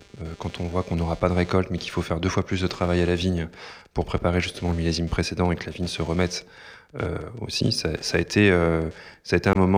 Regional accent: Centre-Val de Loire, France; born there; Moi, je suis né à Sancerre, donc en tout cas un village à côté de Sancerre à 5 km

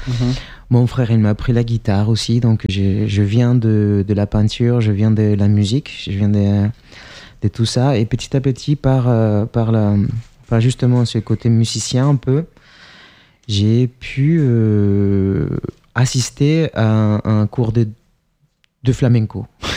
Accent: Chile; French is a second language; now in France; Oui, c'est vrai que moi, je suis étranger, donc effectivement, j'ai pu voir ça. Je viens du Chili.

